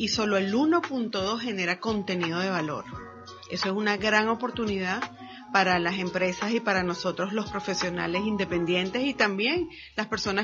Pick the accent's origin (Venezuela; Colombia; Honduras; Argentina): Venezuela; nosotros como venezolanos